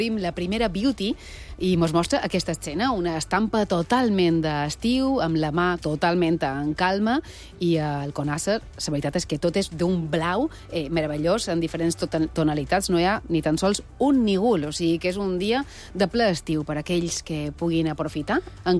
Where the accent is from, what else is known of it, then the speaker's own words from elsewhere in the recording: Balearic Islands, Spain; Jo, com a bona mallorquina tradicional, de moment l'he amagat, eh?